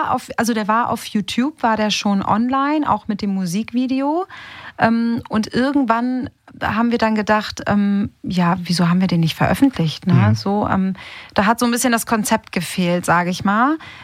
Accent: Italy; Also ich bin auf jeden Fall ein Winterkind, als Italienerin untypisch.

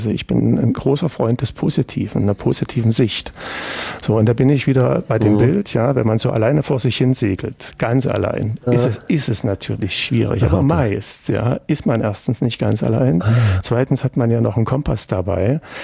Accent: East Germany, Germany; also ich bin in der DDR groß geworden

